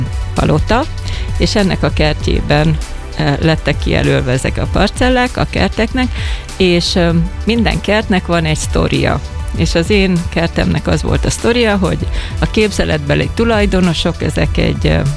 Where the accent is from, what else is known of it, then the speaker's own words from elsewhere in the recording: Hungary; now in England; én magyar vagyok